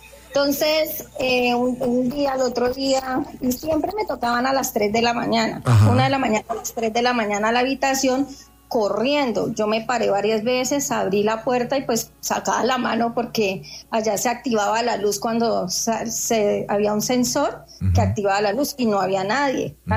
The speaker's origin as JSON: {"language": "Spanish", "town": "Villavicencio", "region": "Meta", "country": "Colombia", "said": "porque pues yo soy de aquí de Villavicencio"}